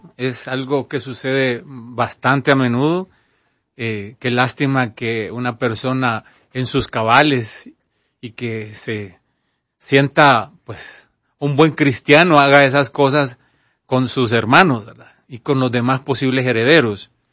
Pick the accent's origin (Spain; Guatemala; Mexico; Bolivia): Guatemala; moved away; Nunca pensé que iba a pasar esto en mi país